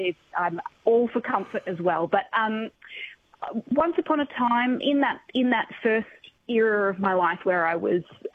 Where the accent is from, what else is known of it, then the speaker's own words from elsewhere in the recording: Tasmania, Australia; Look, I grew up in Tasmania, and I knew from quite early on that I enjoyed vintage fashion